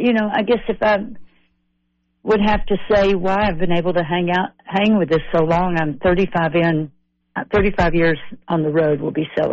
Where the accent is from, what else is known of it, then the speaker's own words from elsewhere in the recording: Nashville, Tennessee, United States; I feel like if I learned something from my father and all the people that I grew up around in Nashville, Tennessee, was you got to have a great song.